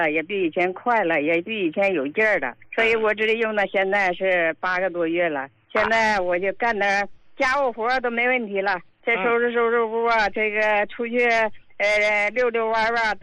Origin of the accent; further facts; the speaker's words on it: Harbin, Heilongjiang, China; 哎、我是哈尔滨的患者。